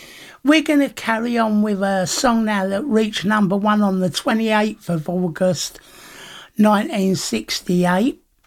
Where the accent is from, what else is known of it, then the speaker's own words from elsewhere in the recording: London, United Kingdom; when I grew up in London